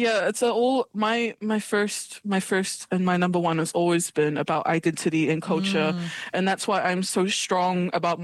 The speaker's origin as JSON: {"language": "English", "town": "South Auckland", "region": "Auckland", "country": "New Zealand", "tie": "born or raised there", "said": "So as I've already said, I'm from South Auckland, which is very deep and rich in culture."}